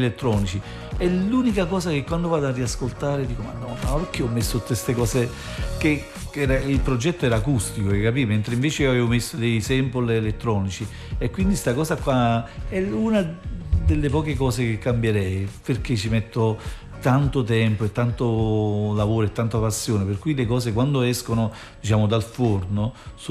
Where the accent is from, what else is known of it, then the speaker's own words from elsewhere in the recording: Naples, Campania, Italy; Ma io, ma cazzo, ma io vengo dall'Arenaccia, ma sicuro che sono io.